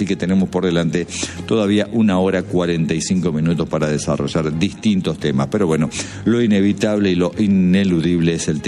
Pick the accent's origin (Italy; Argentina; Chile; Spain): Argentina; somos argentinos, inevitablemente.